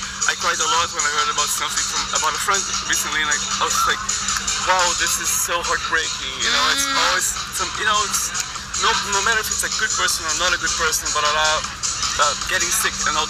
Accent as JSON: {"language": "English", "country": "Brazil", "tie": "born or raised there", "said": "I grew up really poor in Brazil."}